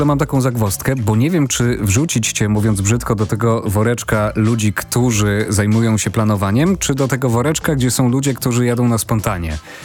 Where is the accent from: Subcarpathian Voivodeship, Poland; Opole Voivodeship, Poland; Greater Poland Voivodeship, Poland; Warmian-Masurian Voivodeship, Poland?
Subcarpathian Voivodeship, Poland; Ja znowu jestem chłop z Podkarpacia